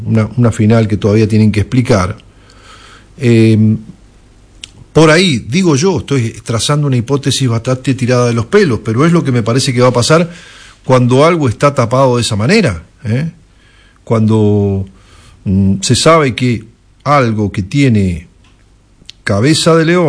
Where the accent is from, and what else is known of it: Argentina